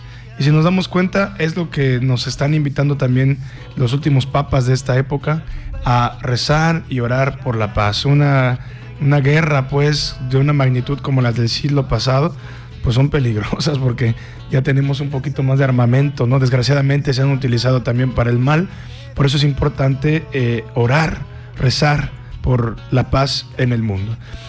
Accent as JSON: {"language": "Spanish", "country": "Mexico", "said": "Nosotros como mexicanos veneramos a la Guadalupana"}